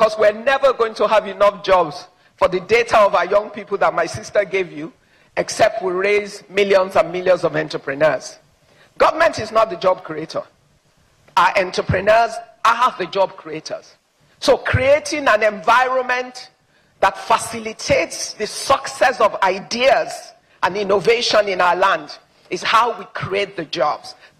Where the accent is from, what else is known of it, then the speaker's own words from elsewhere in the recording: Ibadan, Oyo, Nigeria; I'm not from Ijebu, by the way. I'm an Ibadan girl married to an Ondo man born of a Cameroonian mother. So I have no link with Ijebu.